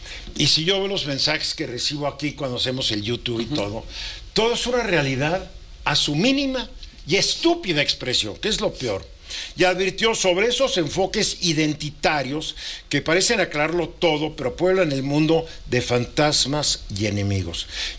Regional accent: Mexico City, Mexico; born there; yo nací en la Ciudad de México, hijo, nieto, bisnieto, tataranieto de chiapanecos. Pero no niego mi origen mexica.

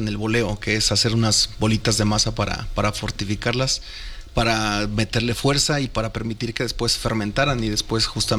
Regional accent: Ayutla de los Libres, Guerrero, Mexico; Soy del estado de Guerrero. Uh-huh. ¿De qué comunidad? La Costa Chica. El municipio se llama Ayutla de los Libres.

